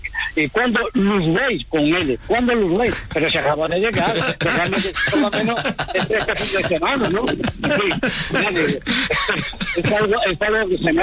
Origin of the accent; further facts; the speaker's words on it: Extremadura, Spain; el tema es que yo soy extremeño, pero desde hace casi 50 años pues convivo con mi mujer, que es de La Mancha, en un pueblo que se llama Pilla Hermosa, entre Ciudad Real y Albacete.